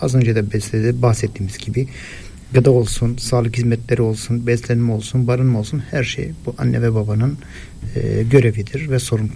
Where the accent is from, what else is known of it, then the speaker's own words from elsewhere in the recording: Erzurum, Turkey; born there; moved away as an adult; now in Istanbul, Turkey; Erzurum doğumluyum. 1984. 97'de İstanbul'a geldim. 97'den beri İstanbul'da ikamet etmekteyim.